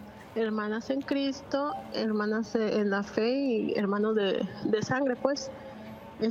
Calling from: Tampico, Tamaulipas, Mexico; de Tampico, Tamaulipas.

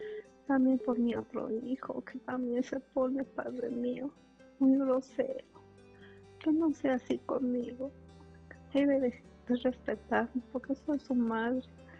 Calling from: Mexico City, Mexico; de la Ciudad de México.

